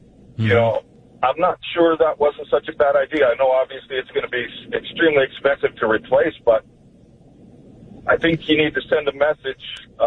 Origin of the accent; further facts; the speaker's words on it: United States; You know, we grew up in the United States. You know, most of us have been taught that your word is everything, and you always want to tell the truth, and you always want to be honest.